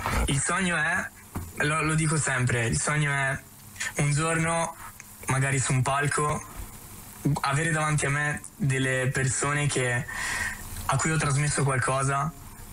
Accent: Trento, Trentino-Alto Adige, Italy; also born or lived in Apulia; Io sì, sono di Trento, ma sono nato in Puglia in realtà

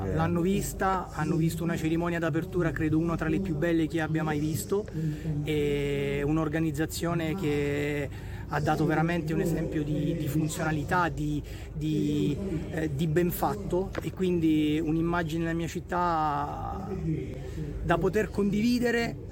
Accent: Taranto, Apulia, Italy; sono contento da tarantino

